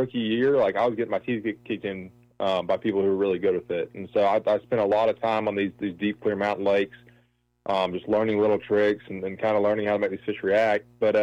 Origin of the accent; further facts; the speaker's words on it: Hawaii, United States; Yeah, I kind of get back to my roots. I grew up on the Hawaii